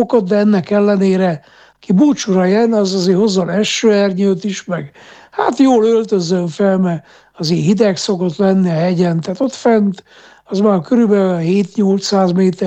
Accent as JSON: {"language": "Hungarian", "town": "Miercurea Ciuc", "region": "Harghita", "country": "Romania", "tie": "born or raised there", "said": "én Csíkszeredában nőttem fel"}